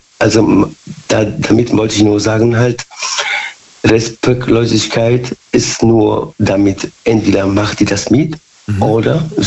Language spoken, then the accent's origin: German; Bad Godesberg, North Rhine-Westphalia, Germany; Aus Bad Godesberg. Haben wir schon gesprochen.